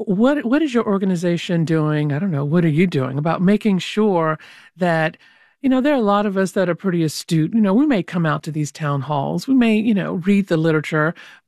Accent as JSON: {"language": "English", "town": "Tallahassee", "region": "Florida", "country": "United States", "tie": "born or raised there", "said": "I remember growing up in Tallahassee, Florida, and voting there very early and then moving on to different states."}